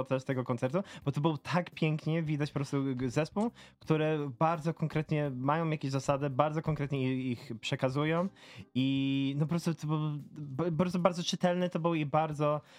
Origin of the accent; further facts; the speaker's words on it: England, United Kingdom; moved away; bo ja się wychowałem w Anglii